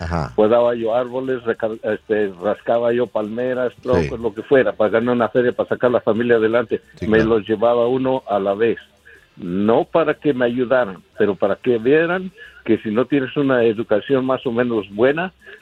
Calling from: Long Beach, California, United States; de Long Beach.

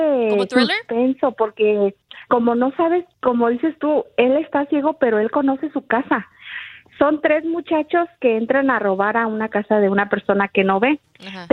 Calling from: Arlington, Texas, United States; Hola, buenos días. Hablo de Arlington, Texas.

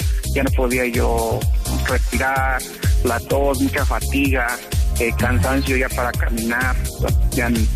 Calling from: Tula de Allende, Hidalgo, Mexico; soy tuleño.

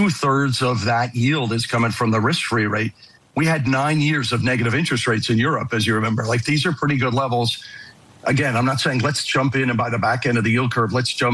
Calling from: Saskatchewan, Canada; So, by the way, I'm doing this from Saskatchewan, which is a good, cool place to be.

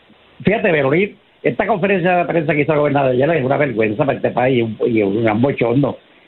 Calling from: Caguas, Puerto Rico; de Caguas

